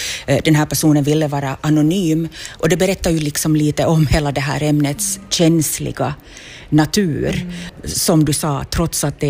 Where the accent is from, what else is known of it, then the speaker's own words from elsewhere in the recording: Jakobstad, Ostrobothnia, Finland; jag växte upp i Jakobstad